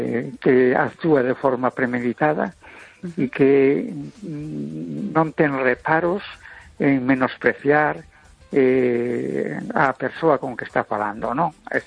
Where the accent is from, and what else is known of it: A Coruña, Galicia, Spain